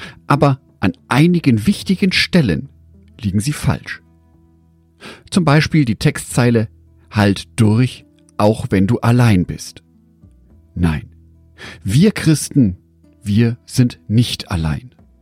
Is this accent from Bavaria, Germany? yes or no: no; Düsseldorf, North Rhine-Westphalia, Germany; born there; Aus meiner Geburtsstadt Düsseldorf kommt die Punkband